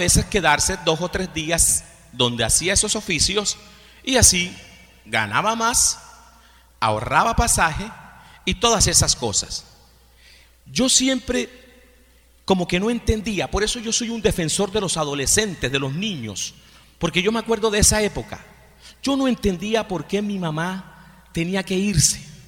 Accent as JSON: {"language": "Spanish", "town": "Villanueva", "region": "Bolívar", "country": "Colombia", "tie": "born or raised there", "moved": "yes", "said": "Yo soy de un pueblo que se llama Villanueva."}